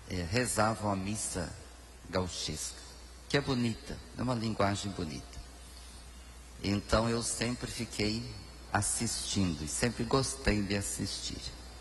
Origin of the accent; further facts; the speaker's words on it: Seberi, Rio Grande do Sul, Brazil; Embora eu seja gaúcho, sou gaúcho, né? Sou gaúcho. Nascido aqui, na cidade mais importante do Brasil, que é minha terra natal, não é? Então, a cidade bonita chamada Seberi, bem aí perto.